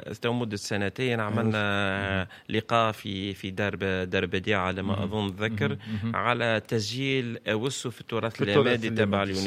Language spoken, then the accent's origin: Arabic; Tunisia; العراقية العادية كأي شاب تونسي في تونس كاملة